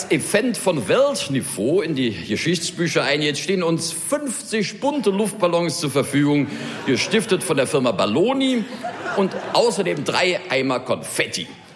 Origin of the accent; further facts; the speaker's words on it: Cologne, North Rhine-Westphalia, Germany; typisch für uns Kölner